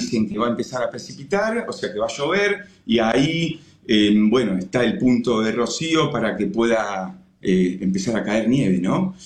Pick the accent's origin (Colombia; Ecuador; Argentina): Argentina; Buenos Aires; now in Lomas de Zamora, Argentina; Soy de Buenos Aires, de zona oeste, y hace cuando formé mi familia me fui a vivir a Lomas de Zamora.